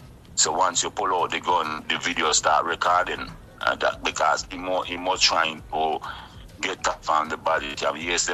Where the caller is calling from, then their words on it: London, United Kingdom; Yeah, good morning, sir. I'm calling you from London, you know. First time calling, you know.